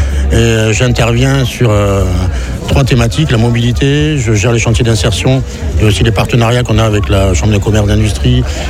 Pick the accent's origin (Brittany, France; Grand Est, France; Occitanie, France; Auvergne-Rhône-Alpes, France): Occitanie, France; Montpellier; born there; je suis né au département, dans le département à Montpellier, il y a 52 ans.